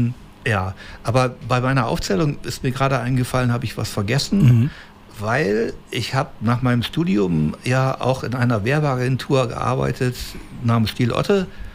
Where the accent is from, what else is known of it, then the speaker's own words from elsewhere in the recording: Osnabrück, Lower Saxony, Germany; weil ich meine, ich bin hier in Osnabrück aufgewachsen und geboren und als Lokalreporter ist das für mich hier wirklich das Paradies